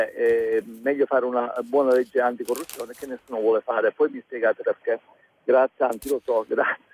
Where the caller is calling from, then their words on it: Petralia Sottana, Sicily, Italy; da Petralia Sottana, provincia di Palermo, quindi dalla Sicilia, una regione, diciamo, con 5 milioni di abitanti.